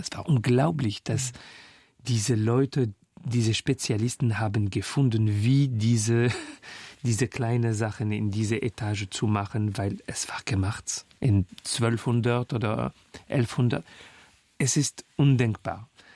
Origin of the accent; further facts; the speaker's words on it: Paris, Île-de-France, France; born there; German is a second language; Weil ich singe ein paar Kilometer von wo ich geboren bin, in Clinique des Lilas, bei einem 20. Arrondissement.